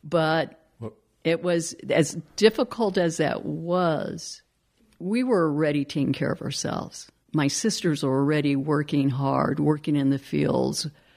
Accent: Windsor, Colorado, United States; Windsor, growing up in Windsor was interesting because the first immigrants into that area were the Russians and Germans.

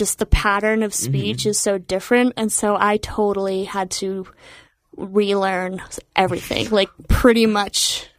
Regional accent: Carbondale, Colorado, United States; My mom founded ASYEP, so I spent a lot of time at KDNK when I was a kid. I went to Roaring Fork High School. Before that, I went to Carbondale

